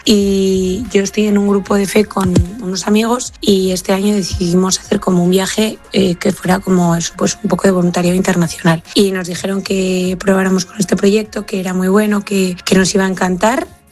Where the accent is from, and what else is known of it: Navarre, Spain; moved away as an adult; now in Honduras